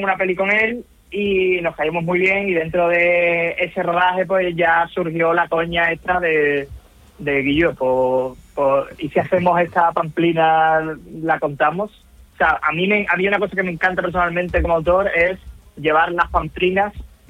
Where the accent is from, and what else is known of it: Chiclana de la Frontera, Andalusia, Spain; born there